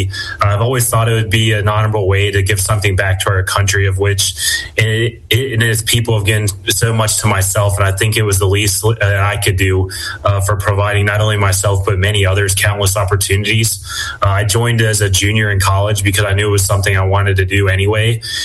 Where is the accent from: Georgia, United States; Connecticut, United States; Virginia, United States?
Virginia, United States; Harrisonburg; I'm originally from Harrisonburg, Virginia